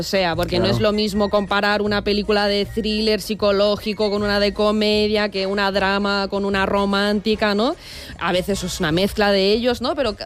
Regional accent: Russia; Buah, sí, me encanta el verano. Y siendo rusa, ¿eh? Sí. Que parece que no, pero pero, ostras, en Rusia hace un calor a veces, sí.

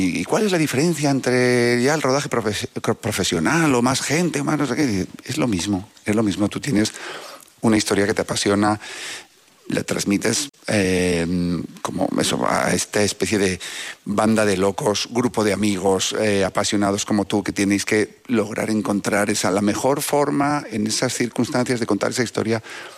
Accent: Navarre, Spain; Además de director de cine, soy navarro

